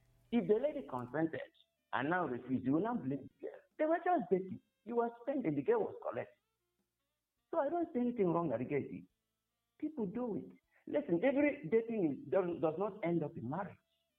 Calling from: Ebonyi, Nigeria; I'm calling from Ebonyi.

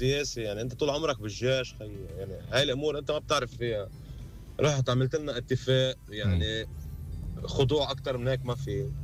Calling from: Lebanon; يعني بيعجبني رئيس السلطه هون عندنا بلبنان

